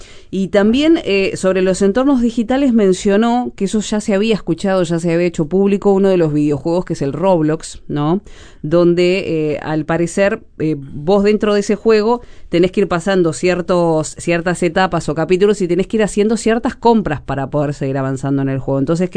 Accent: Montevideo, Uruguay; como montevideanos dejamos todo en la capital

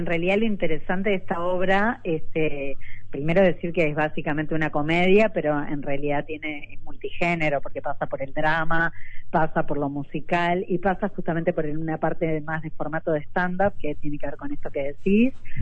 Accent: Uruguay; soy una actriz uruguaya

